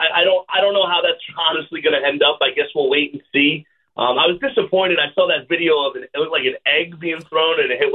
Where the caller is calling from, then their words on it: Bergenfield, New Jersey, United States; I'm in the North Jersey area